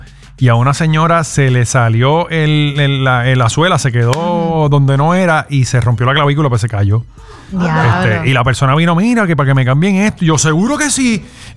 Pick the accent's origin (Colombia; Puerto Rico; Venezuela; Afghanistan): Puerto Rico; Corozal; yo soy de Corozal, en Corozal no hay playa.